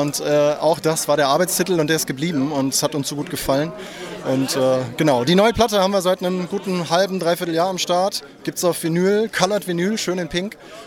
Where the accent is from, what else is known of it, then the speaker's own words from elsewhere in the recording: Gummersbach, North Rhine-Westphalia, Germany; ich selber komme wir kommen alle aus der Ecke